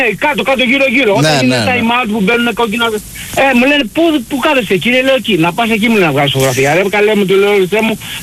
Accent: Piraeus, Attica, Greece; moved away as an adult; now in Los Angeles, United States; Εγώ καταρχάς είμαι Πειραιώτης. Mm. Έχω συνηθίσει, έμενα στην Καστέλα.

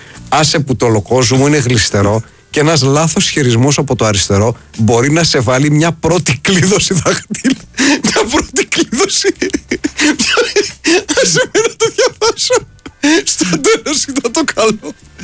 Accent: Karditsa, Thessaly, Greece; Με τιμάει καθόλου το γεγονός ότι λάνσαρα αυτή τη μόδα πριν 20 χρόνια στο χωριό μου την Καρδίτσα γυρίζοντας από τα χωράφια?

